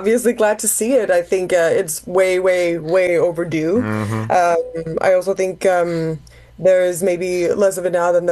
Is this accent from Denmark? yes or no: yes; Denmark; English is a second language; maybe because I grew up in Europe, right? I'm Danish, Congolese, I'm not African-American